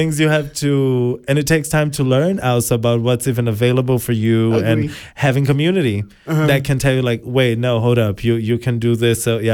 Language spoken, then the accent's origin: English; Brazil; English is a second language; moved away as an adult